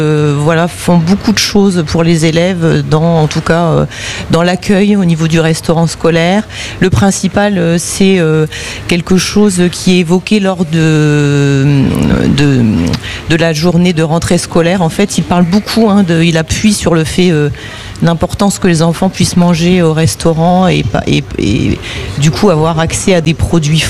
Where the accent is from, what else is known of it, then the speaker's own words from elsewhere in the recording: Hauts-de-France, France; Eh bien, de l'Avesnois. Voilà.